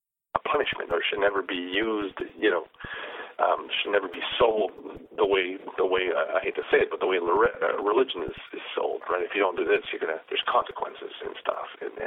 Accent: Ontario, Canada; I'm from Ontario, man.

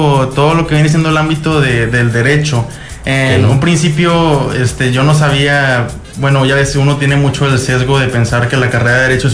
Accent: Zaragoza, Coahuila, Mexico; born there; now in Allende, Mexico; ya me fui para Zaragoza y ahí estuve, ya terminé mi primaria en la escuela Ford, en la Ignacio Zaragoza.

